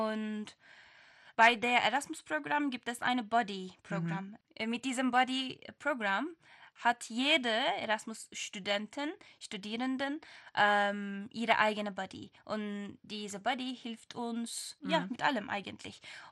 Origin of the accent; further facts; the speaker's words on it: Turkey; first language Turkish; German is a second language; ich habe meine Muttersprache geliebt, mehr geliebt, also türkische Sprache